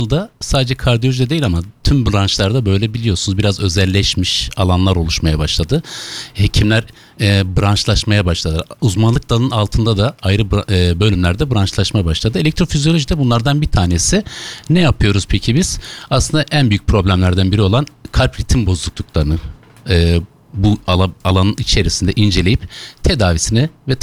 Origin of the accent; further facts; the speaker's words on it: Diyarbakır, Diyarbakır Province, Turkey; born there; also born or lived in Ankara; 1979 Diyarbakır doğumluyum.